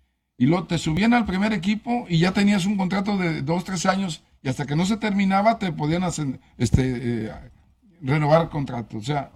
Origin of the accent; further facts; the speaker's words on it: Jalisco, Nayarit, Mexico; En mi pueblo, Jalisco, Nayarit, se hace un torneo de barrios en agosto, que es la feria de mi pueblo.